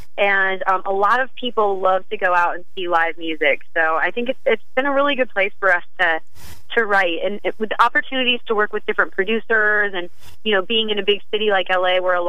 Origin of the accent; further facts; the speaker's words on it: Wichita, Kansas, United States; Yeah, I'm from Wichita, Kansas.